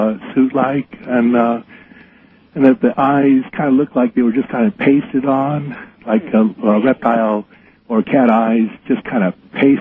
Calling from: Vista, California, United States; from Vista, California.

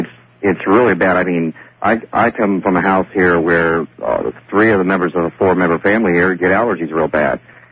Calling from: Houston, Texas, United States; from Houston.

